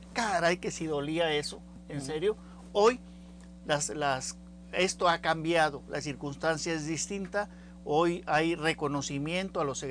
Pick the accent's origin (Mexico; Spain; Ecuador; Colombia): Mexico; Tamaulipas; A nosotros como tamaulipecos